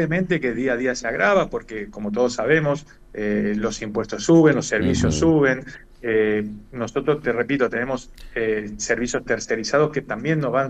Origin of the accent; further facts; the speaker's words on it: Santiago del Estero, Argentina; bueno, ustedes son del interior, yo soy de Santiago del Estero